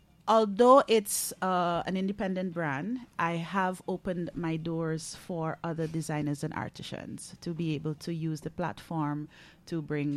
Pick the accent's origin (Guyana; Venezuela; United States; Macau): Guyana; born there; now in Saint Lucia; I'm from St. Lucia. Well, born Guyanese, but I'm living in St. Lucia.